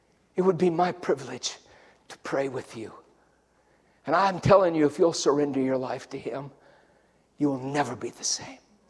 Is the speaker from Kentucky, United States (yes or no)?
no; Denver, Colorado, United States; I'm nothing special. I'm white trash from Denver, Colorado. But God took the trash out.